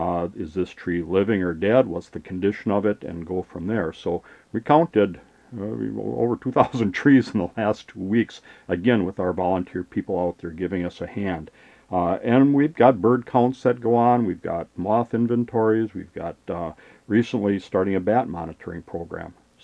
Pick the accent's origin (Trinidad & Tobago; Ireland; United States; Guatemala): United States; Wisconsin; I was 30 years old, and I grew up in the North Country. And it's still, I remember it sitting there in a branch way up in northern Wisconsin.